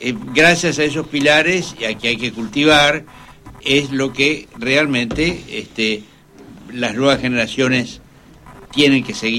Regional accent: Quilmes, Buenos Aires Province, Argentina; now in Valencia, Spain; soy de Quilmes

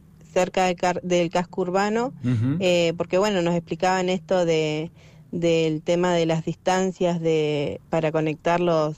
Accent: Paso del Sapo, Chubut, Argentina; Sí, soy nacida y criada ahí en Paso del Sapo. Bueno, estuve unos años en Esquel estudiando, pero bueno, volví.

